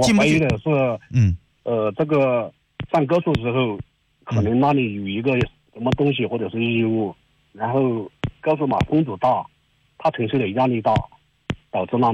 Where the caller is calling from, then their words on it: Liupanshui, Guizhou, China; 贵州六盘水的。